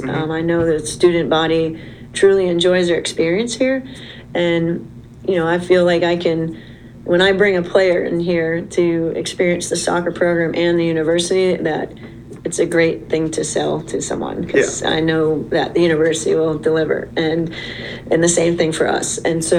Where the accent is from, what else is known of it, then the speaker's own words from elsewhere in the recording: Vermont, United States; moved away as an adult; also born or lived in Rhode Island; now in South Carolina, United States; I was from New England. Mm-hmm. I came from Rhode Island. I grew up in Vermont.